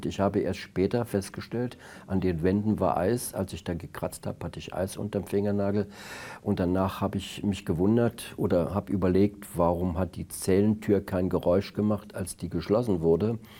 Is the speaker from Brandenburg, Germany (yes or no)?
yes; Brandenburg, Germany; ich bin ja aus Brandenburg